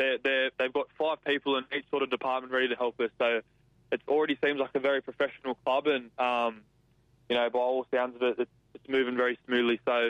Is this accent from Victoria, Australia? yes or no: no; Penrith, New South Wales, Australia; I'm a kid from Penrith, an hour out from the closest beach.